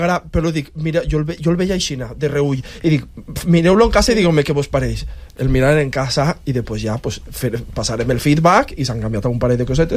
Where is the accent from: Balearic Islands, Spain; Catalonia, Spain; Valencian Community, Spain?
Valencian Community, Spain; Guadassuar; jo sóc un xavaler de Guadassuar